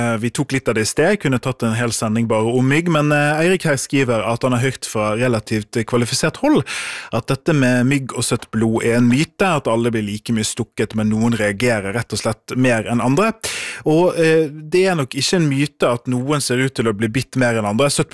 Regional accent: Sotra, Vestland, Norway; Det kom til melding fra Sota, folkens. Der jeg er fra.

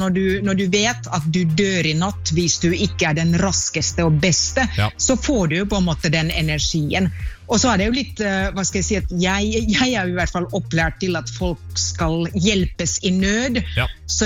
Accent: Finland; now in Norway; jeg er finsk

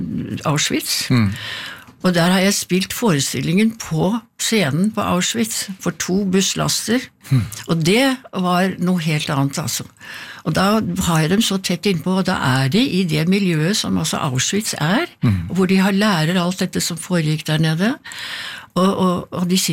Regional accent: Oslo, Norway; Jeg har vokst opp på Beste Vestkant, som ja. Det heter.

